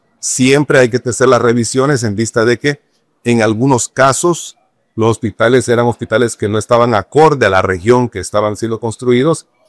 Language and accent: Spanish; Honduras; tenemos que tener mucho cuidado en cuánto es lo que está entrando y cuánto es lo que podemos gastar nosotros como hondureños.